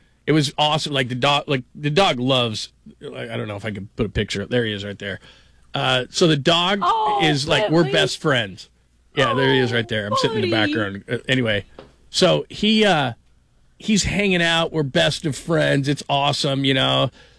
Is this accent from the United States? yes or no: yes; California, United States; and I grew up in California, and I would lay upstairs and just listen to my parents play like 60s music